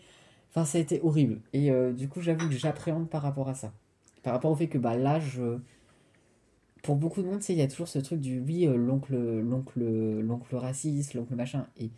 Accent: Réunion, France; now in Nancy, France; dans le sens où j'ai commencé à me sentir déraciné donc, quand j'étais à Nancy. Mais aussi un truc du ah, je suis loin de la Réunion et avoir un besoin de nommer de qu'est-ce que c'est être réunionnais enfin.

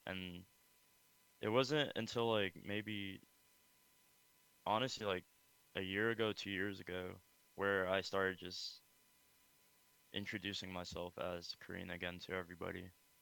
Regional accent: United States; born there; I was born in Cambodia, and … And then when I came to America

